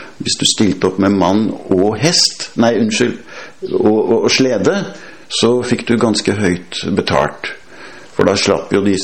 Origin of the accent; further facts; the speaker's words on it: Nesodden, Akershus, Norway; jeg vokste opp på Oksvall